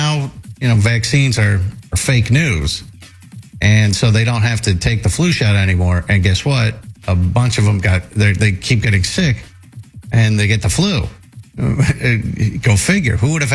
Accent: West Coast, United States; moved away as an adult; now in Knoxville, United States; Growing up on the West Coast

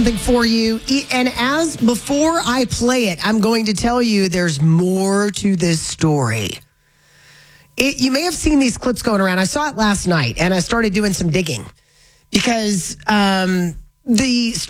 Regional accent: Florida, United States; moved away; my hometown in Florida

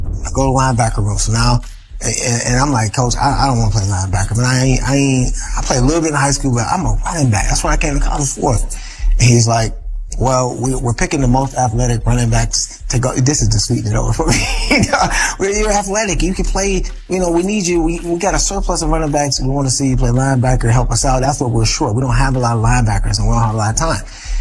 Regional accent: Cleveland, Ohio, United States; born or raised there

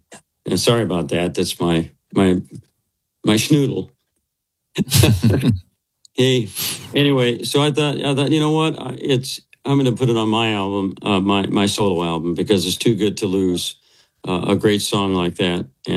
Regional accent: Midwest, United States; When the leaves start to change I'm a Midwesterner at heart.

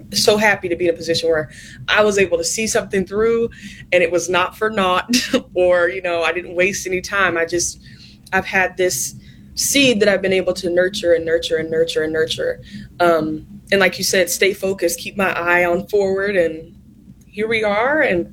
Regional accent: North Carolina, United States; I'm from North Carolina.

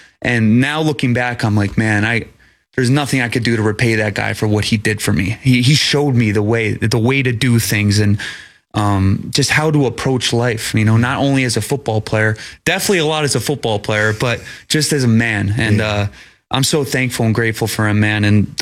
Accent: Midwest, United States; moved away as an adult; Growing up in the Midwest, you don't really know.

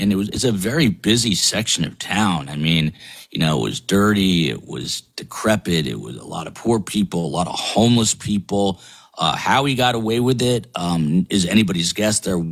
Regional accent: New Jersey, United States; and I grew up in New Jersey, and I remember my parents taking me into Manhattan through the Lincoln Tunnel

